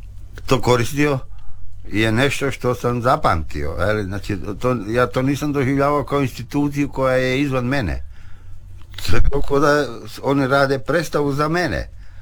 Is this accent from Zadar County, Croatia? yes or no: yes; Zadar, Zadar County, Croatia; also born or lived in Senj; živio sam na Relji, išao u školu u Arbanase Krsto Ljubičić i moje rano djetinjstvo i sjećanja na Zadar su vezana za taj kvart.